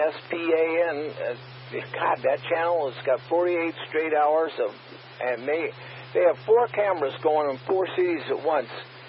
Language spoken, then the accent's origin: English; East Coast, United States; And as a kid, I grew up on the East Coast on Army bases.